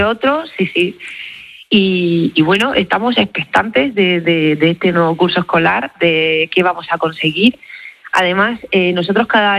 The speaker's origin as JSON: {"language": "Spanish", "town": "Cáceres", "region": "Extremadura", "country": "Spain", "accent": "Extremaduran", "said": "no sé si lo has notado por mi acento, pero soy extremeña, soy de Cáceres."}